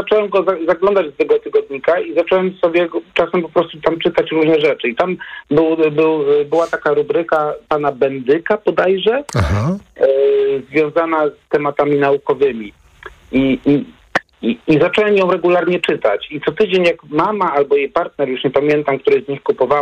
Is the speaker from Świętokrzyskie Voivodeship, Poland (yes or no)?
no; Warsaw, Masovian Voivodeship, Poland; born or raised there